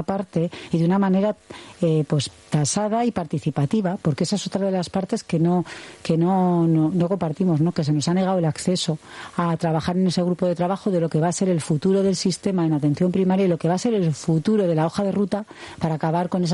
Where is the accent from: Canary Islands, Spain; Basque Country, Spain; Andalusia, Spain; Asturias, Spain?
Basque Country, Spain